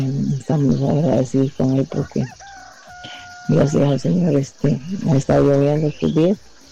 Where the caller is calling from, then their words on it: Costa Rica; aquí de Río de Cangel